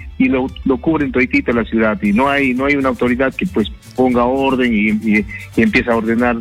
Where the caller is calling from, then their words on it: Huánuco, Peru; Del mismo Huánuco, del distrito de Marilis.